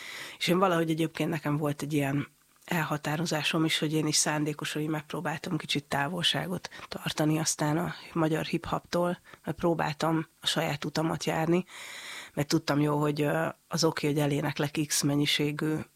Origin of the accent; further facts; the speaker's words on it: Borsod-Abaúj-Zemplén, Hungary; mivel hogy én Borsod megyei vagyok